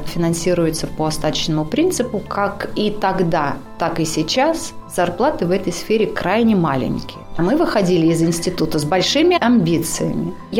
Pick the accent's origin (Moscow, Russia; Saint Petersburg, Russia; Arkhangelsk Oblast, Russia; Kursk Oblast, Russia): Kursk Oblast, Russia; Dmitriev; born there; Я родилась в Курской области, маленький городок, который называется Дмитриев.